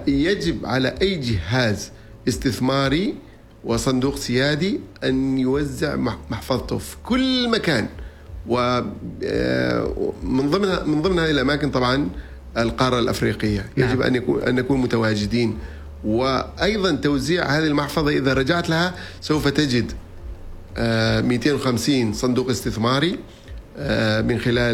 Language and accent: Arabic; Oman